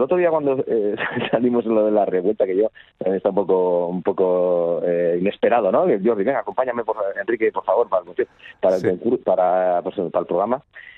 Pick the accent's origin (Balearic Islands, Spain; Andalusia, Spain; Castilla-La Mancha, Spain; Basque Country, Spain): Basque Country, Spain; pero bueno, yo soy del País Vasco y entonces la música tradicional de aquí, del País Vasco y del Pirineo, para nosotros tiene una importancia muy grande